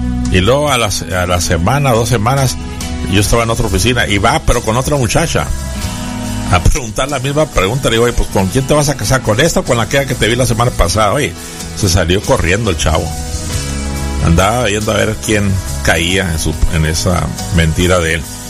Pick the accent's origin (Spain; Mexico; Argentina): Mexico; now in United States; porque yo soy mexicano